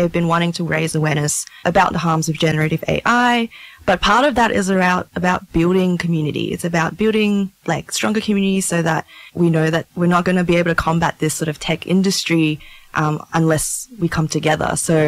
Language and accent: English; Malaysia; Or, you know, even in my home country in Malaysia, the same companies that are building it now in data centers in Western Sydney are also building out in my home country in Malaysia.